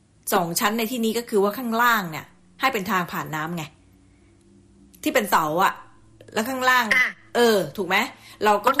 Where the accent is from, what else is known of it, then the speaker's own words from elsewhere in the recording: Phatthalung, Thailand; moved away; สมัยเด็กๆเนี่ยเราก็เกิดทางเด็กต่างจังหวัดเนาะเกิดที่ภาคใต้ถึงจะเป็นอำเภอเมืองแต่มันก็เป็นต่างจังหวัดที่พัทลุง